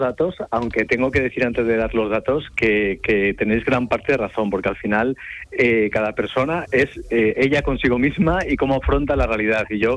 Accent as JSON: {"language": "Spanish", "town": "Palencia", "region": "Castile and León", "country": "Spain", "moved": "yes", "lives_now": "Benalmádena, Spain", "said": "Yo soy de Palencia, con peno de Valencia, que sí. Es una de esas ciudades que decías en Melín de intermedias, de 70.000 habitantes. Vivo mucho tiempo ahora en Benalmádena, en Málaga, pero me muevo por trabajo mucho a Madrid. O sea, yo soy de los que me muevo por muchos sitios."}